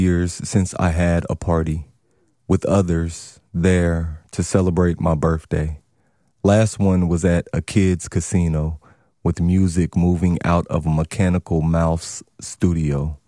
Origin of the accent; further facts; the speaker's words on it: Louisville, Kentucky, United States; I tell them, well … I'm from Louisville, Kentucky.